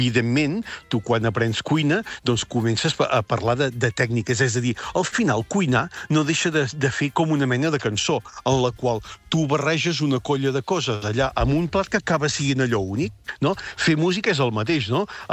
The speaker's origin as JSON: {"language": "Catalan", "region": "Catalonia", "country": "Spain", "said": "Jo que sóc de la Garrotxa"}